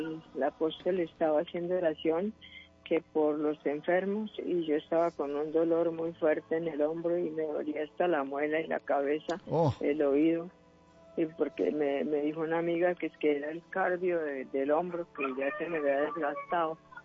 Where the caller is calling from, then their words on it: San Juan de Rioseco, Cundinamarca, Colombia; Aquí en una vereda lejana del pueblo.